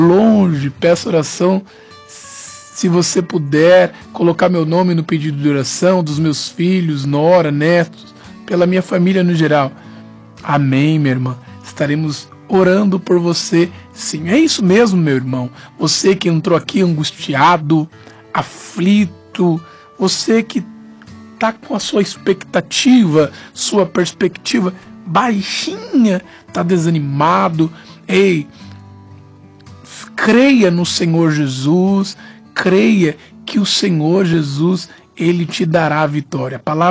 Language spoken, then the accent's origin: Portuguese; São Paulo, Brazil; moved away; Belmira Marim, minha terra.